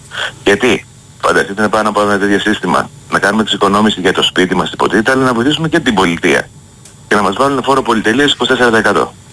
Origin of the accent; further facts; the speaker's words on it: Greece; γιατί είμαστε ωραίοι ως Έλληνες